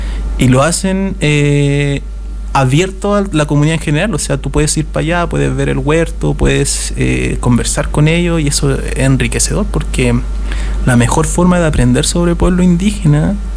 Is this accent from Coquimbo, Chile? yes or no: yes; Ovalle, Coquimbo, Chile; now in Valparaíso, Chile; yo vengo de Ovalle, de la cuarta región, donde yo la primera vez que vi una persona mapuche fue acá en Valparaíso.